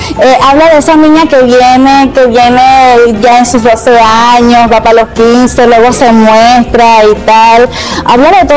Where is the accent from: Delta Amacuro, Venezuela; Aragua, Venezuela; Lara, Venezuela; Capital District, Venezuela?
Delta Amacuro, Venezuela; Nosotros, los grupos nativos, los que tenemos o que venimos del Bajo Delta, los que estamos por allá escondidos